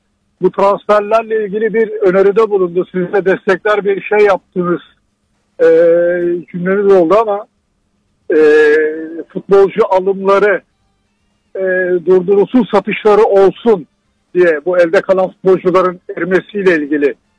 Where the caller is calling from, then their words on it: Istanbul, Turkey; 63 yaşındayım … İstanbul'dan arıyorum.